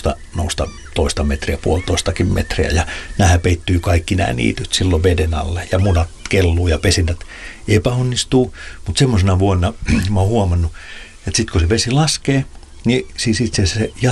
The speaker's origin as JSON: {"language": "Finnish", "town": "Pori", "region": "Satakunta", "country": "Finland", "said": "Mä muistan 80-luvulla, kun mä olen Porista kotoisin"}